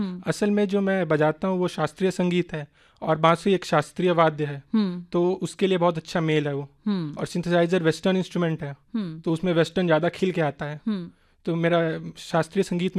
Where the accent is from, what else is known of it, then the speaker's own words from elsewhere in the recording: Prayagraj, Uttar Pradesh, India; मैं यहीं इलाहाबाद का रहने वाला हूं